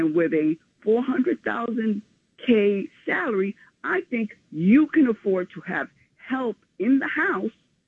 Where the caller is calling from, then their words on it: New York, United States; from Central Harlem.